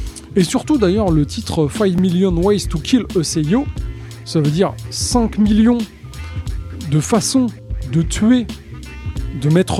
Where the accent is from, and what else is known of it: France